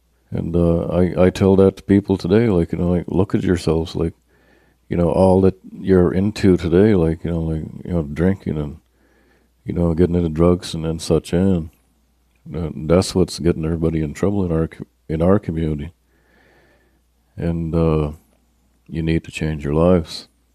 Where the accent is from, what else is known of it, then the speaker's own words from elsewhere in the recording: Eel Ground, New Brunswick, Canada; also born or lived in United States; I'm half Irish and half Mi'kmaq. I was born in this area. Mother gave birth to me at the hospital in Chatham, which is located about 10 minutes from here. I've always lived here mostly in Eel Ground.